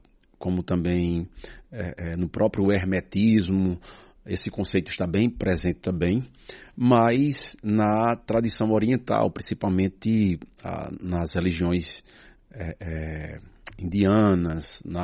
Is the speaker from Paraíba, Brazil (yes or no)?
yes; Monteiro, Paraíba, Brazil; now in Vertentes, Brazil; Atualmente eu moro em Vertentes, eu sou natural de Monteiro, Paraíba.